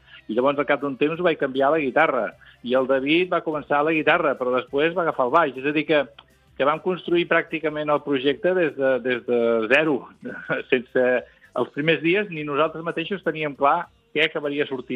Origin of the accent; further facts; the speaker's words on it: Valls, Catalonia, Spain; Bé, nosaltres tots quatre som de Valls, a l'Alt Camp